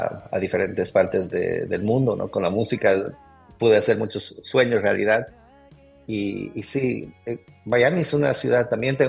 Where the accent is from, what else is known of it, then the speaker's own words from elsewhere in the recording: Cochabamba, Bolivia; yo empecé el 2009 en Bolivia, yo soy boliviano, en Cochabamba, Bolivia.